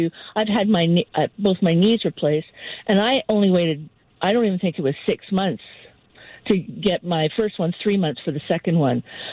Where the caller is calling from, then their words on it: Vancouver, British Columbia, Canada